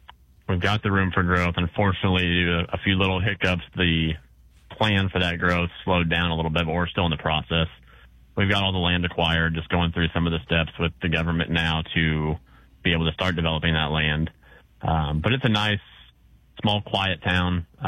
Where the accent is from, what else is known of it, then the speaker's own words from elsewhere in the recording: Villa Grove, Illinois, United States; also born or lived in Urbana; Like I said, I grew up in Urbana until I was 7 years old, and then my mom, my sister, and I all moved here to Villa Grove.